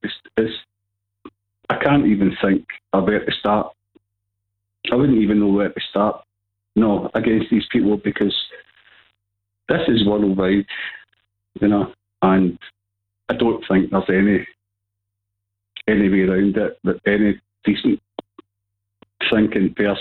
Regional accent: Scotland, United Kingdom; me being Scottish

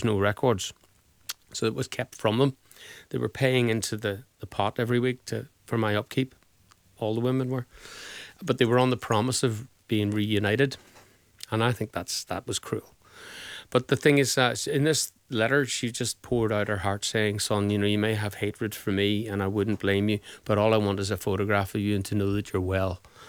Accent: Derry, Northern Ireland, United Kingdom; I grew up in Derry

